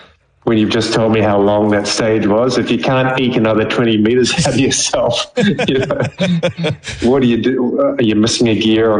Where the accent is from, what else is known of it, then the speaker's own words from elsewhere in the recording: New Zealand; especially for us as Kiwi boys